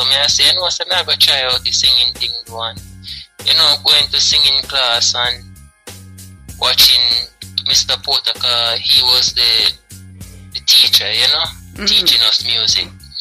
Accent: Mandeville, Manchester, Jamaica; I'm from Mandeville.

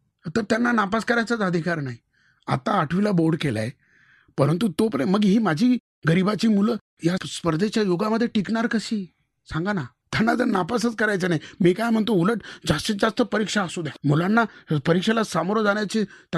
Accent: Gonde Dumala, Maharashtra, India; born or raised there

